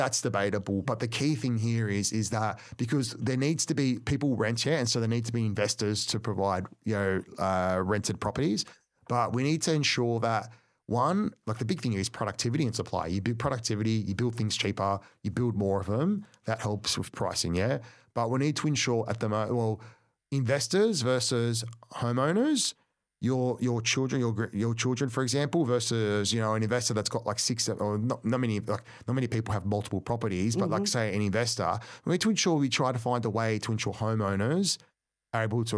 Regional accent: Cabramatta, New South Wales, Australia; I grew up poor in Cabramatta. I grew up in Housing Commission.

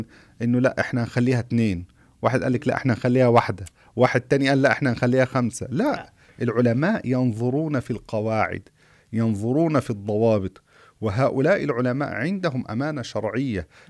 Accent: Egypt; حصل عندنا في مصر

